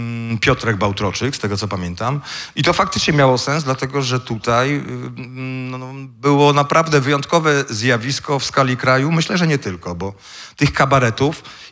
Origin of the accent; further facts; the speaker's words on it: Lubin, Lower Silesian Voivodeship, Poland; bo ja w ogóle nie jestem z Zielonej Góry. Ja wagarowałem w Lubinie.